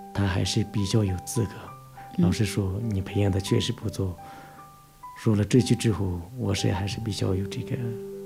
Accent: Shigatse, Tibet, China; 我是来自热格泽的

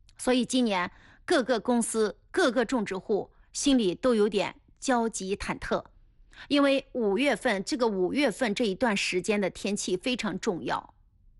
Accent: Anhui, China; 咱们安徽

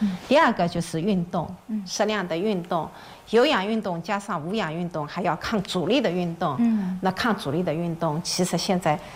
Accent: China; 其实我们中国人的饮食里面钙是不够的。

